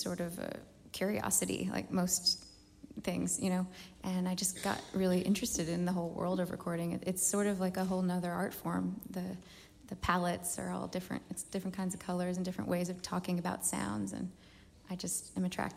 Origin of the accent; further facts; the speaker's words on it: Kentucky, United States; born there; moved away; also born or lived in the Midwest; I grew up in the Midwest and mostly in Kentucky